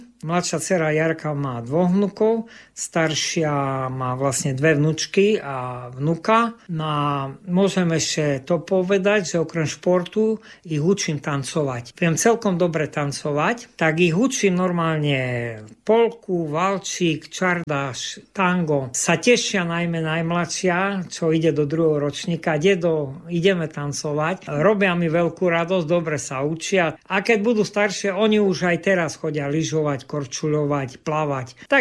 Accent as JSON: {"language": "Slovak", "town": "Stropkov", "region": "Prešov Region", "country": "Slovakia", "tie": "born there", "said": "ja som sa narodil vlastne v Stropkove. Rodičia Rusini, otec pracoval v Ostrave a keď postavili vežetku, sa vrátil, aby bol bližšie domov. Že mamka vlastne pochádza z Bodružalu."}